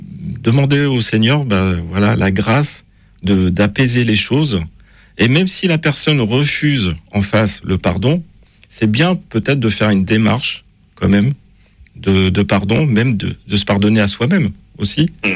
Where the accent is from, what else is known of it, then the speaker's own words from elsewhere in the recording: Brittany, France; je suis breton